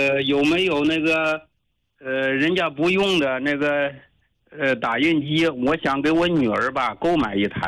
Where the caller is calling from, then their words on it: Xinji, China; 我是那个新集的。